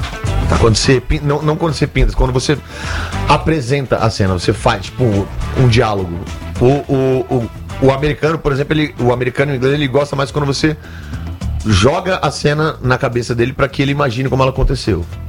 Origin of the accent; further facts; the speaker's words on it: Brazil; Eu sou humorista brasileiro